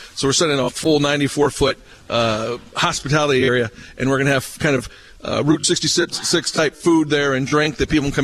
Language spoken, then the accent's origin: English; Ohio, United States; also born or lived in Stockton, California; now in Springfield, United States; I wanted to get back to the Midwest. I grew up in Ohio, so getting back to the Midwest is important.